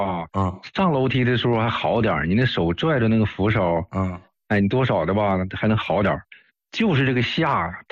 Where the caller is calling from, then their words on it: Dalian, Liaoning, China; 我家是大连的